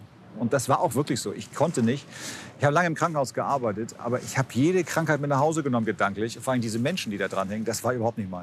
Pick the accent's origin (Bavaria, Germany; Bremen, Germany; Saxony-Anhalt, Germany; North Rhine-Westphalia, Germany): Bremen, Germany; now in Hamburg, Germany; Du darfst ja als Bremer dann hier nichts wegschmeißen, wenn du in Hamburg nicht gemeldet bist.